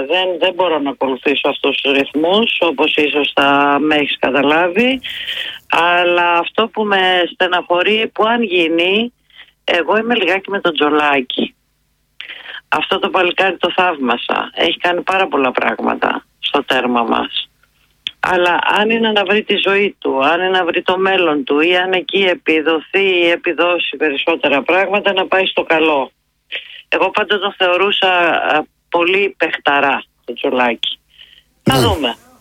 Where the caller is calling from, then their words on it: Cyprus; Εγώ είμαι από Κύπρο.